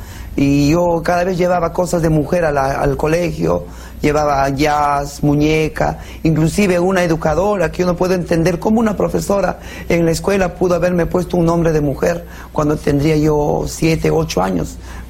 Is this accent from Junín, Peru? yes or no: yes; La Oroya, Junín, Peru; Yo estudiaba en el colegio en La Oroya, yo soy natural de La Oroya.